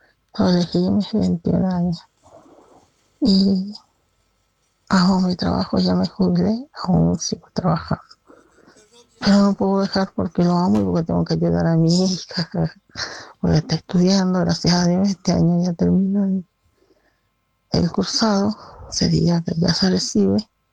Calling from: Junín, Mendoza, Argentina; de Junín Mendoza.

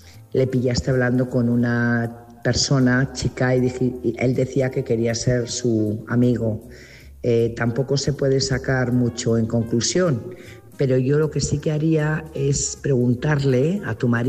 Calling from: Burgos, Castile and León, Spain; corresponsal de Burgos.

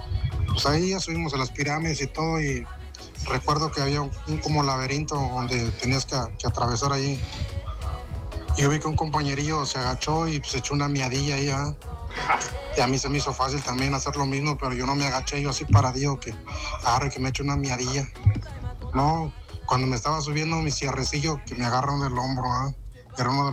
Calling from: State of Mexico, Mexico; nosotros somos acá del Estado de México

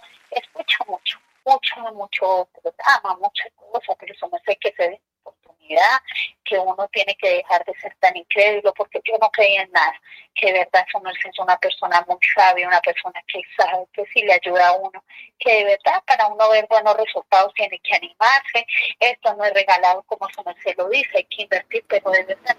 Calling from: Tunja, Boyacá, Colombia; lo llamo por acá, desde Tunja, Boyacá.

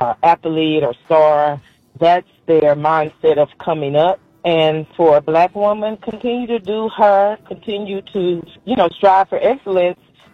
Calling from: Houston, Texas, United States; I'm calling from Houston.

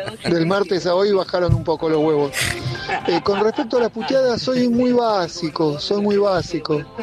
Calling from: Banfield, Buenos Aires Province, Argentina; de Banfield.

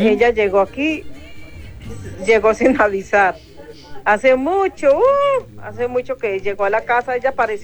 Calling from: Calarcá, Quindío, Colombia; de Calarcá.

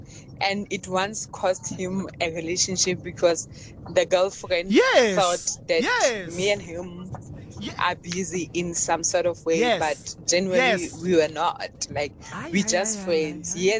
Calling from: Bloemfontein, Free State, South Africa; I'm speaking from Bloemfontein.

